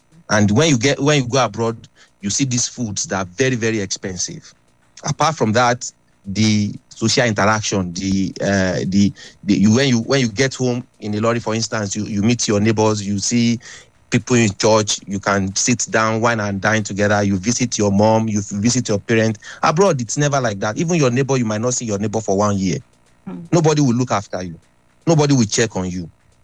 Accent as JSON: {"language": "English", "region": "Kwara", "country": "Nigeria", "tie": "born or raised there", "moved": "as an adult", "lives_now": "United Kingdom", "said": "I grew up in Nigeria and then I got used to the system."}